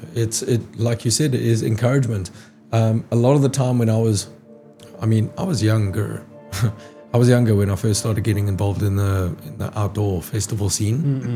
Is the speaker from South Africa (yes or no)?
yes; South Africa; When I was growing up in the South African scene